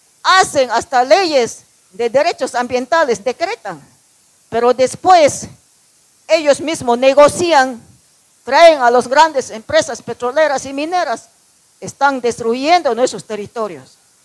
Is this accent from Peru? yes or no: no; Ecuador; nosotros que somos americanos, que somos países latinos, que somos pueblos originarios